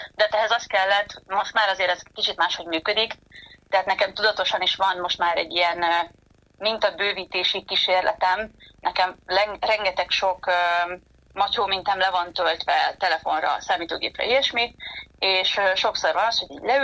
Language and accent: Hungarian; Borsod-Abaúj-Zemplén, Hungary; ugye én borsodi gyerek vagyok, és valamilyen szinten én azért lokálpatriótának tekintem magam